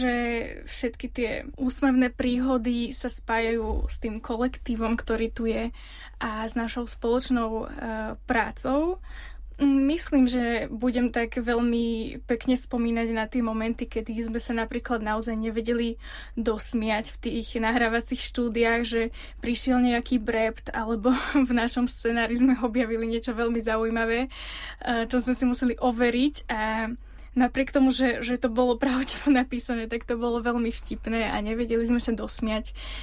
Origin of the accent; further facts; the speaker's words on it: Bratislava, Bratislava Region, Slovakia; Tak pochádzam z Bratislavy. Tam som aj študovala bakalára aj magistra v odbore prekladateľstvo a tlmočníctvo. A momentálne som doktorantka v odbore talianska lingvistika.